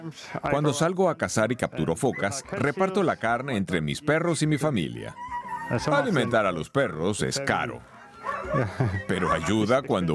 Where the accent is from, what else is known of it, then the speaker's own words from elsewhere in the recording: Sisimiut, Greenland; Este año se celebra aquí en mi ciudad natal, Sisimiu